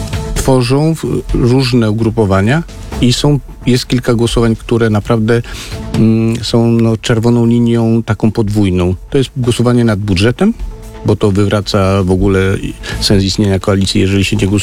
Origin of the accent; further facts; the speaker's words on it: Świętokrzyskie Voivodeship, Poland; Ja jestem ze Świętokrzyskiego